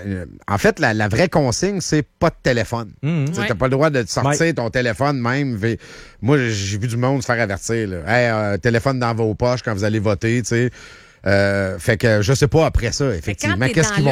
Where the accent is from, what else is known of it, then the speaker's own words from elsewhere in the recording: Quebec, Canada; Et j'aimerais ça qu'on recommence en tant que Québécois à s'occuper de notre démocratie.